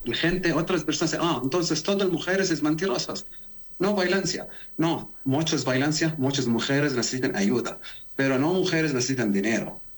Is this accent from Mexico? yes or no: no; Saudi Arabia; Spanish is a second language; una persona normal, de la Arabia Saudita. Mi mamá tiene sangre italiano, mi papá es de la Arabia Saudita.